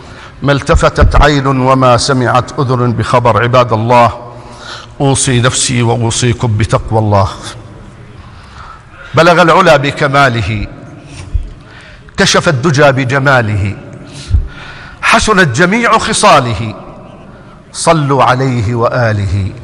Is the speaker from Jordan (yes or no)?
yes; Jordan; احفظ بلدنا الأردن